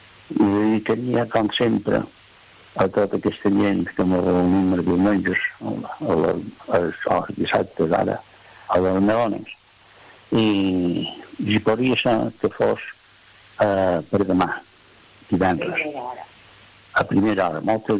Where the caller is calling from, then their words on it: Inca, Balearic Islands, Spain; soy un forense de Inca.